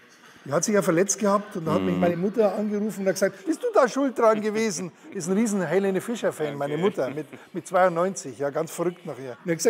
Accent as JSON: {"language": "German", "town": "Munich", "region": "Bavaria", "country": "Germany", "accent": "Bavarian", "moved": "as an adult", "said": "Die war aus Paris, ich aus München"}